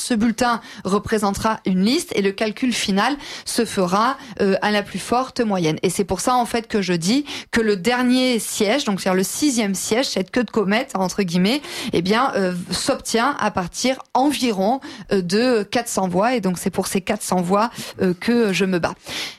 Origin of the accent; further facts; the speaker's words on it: Nouvelle-Aquitaine, France; comme on dit chez moi en Gironde